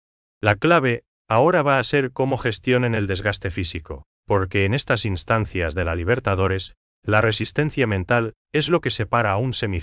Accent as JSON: {"language": "Spanish", "country": "Paraguay"}